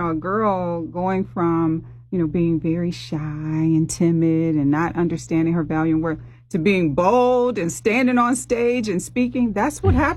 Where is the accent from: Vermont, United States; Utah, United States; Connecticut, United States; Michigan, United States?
Michigan, United States; now in Cincinnati, United States; You know, I didn't grow up here. I'm originally from Michigan.